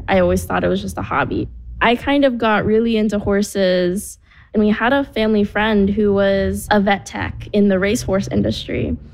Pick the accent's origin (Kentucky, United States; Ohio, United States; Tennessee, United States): Ohio, United States; Hamilton; Growing up in Hamilton, Ohio, I was one of the two Asian people in my high school.